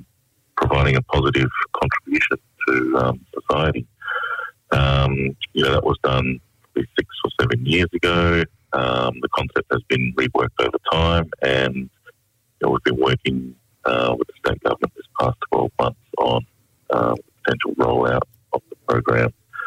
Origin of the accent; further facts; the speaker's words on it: Broome, Western Australia, Australia; I'm originally from Broome and have connections to Yarra and Tawajawa country.